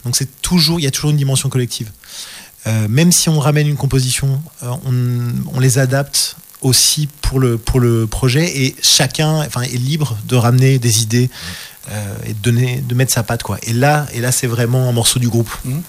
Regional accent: Brussels, Brussels-Capital Region, Belgium; J'ai grandi à Bruxelles.

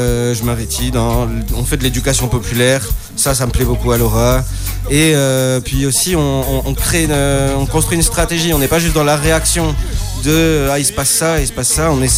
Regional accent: Roubaix, Hauts-de-France, France; mais moi, bah, j'ai grandi à Roubaix.

